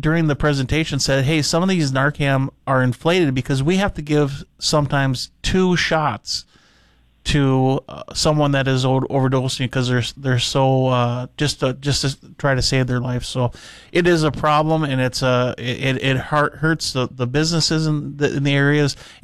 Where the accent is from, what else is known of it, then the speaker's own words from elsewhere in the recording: Fargo, North Dakota, United States; I'm from Fargo, and I got into retail when I graduated high school